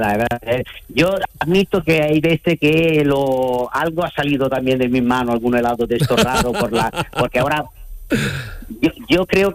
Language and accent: Spanish; Italy; nosotros como italianos nacemos con el helado